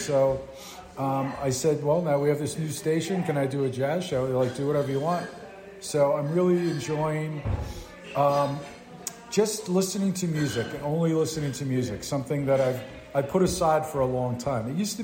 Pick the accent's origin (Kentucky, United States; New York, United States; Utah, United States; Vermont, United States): New York, United States; New York City; where I grew up in the Bronx was a very, very Irish area when I was growing up there.